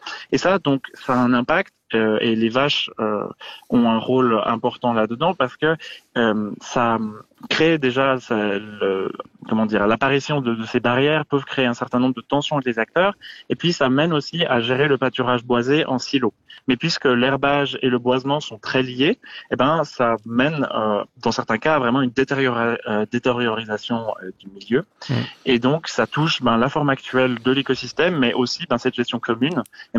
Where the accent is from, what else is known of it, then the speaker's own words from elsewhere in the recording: La Chaux-de-Fonds, Neuchâtel, Switzerland; je viens de la Chaux-de-Fonds